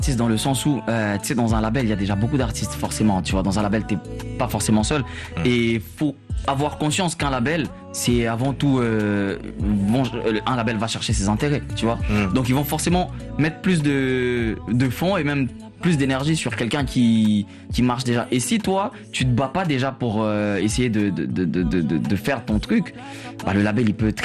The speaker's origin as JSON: {"language": "French", "town": "Bukavu", "region": "South Kivu", "country": "DR Congo", "said": "chez moi à Bukavu"}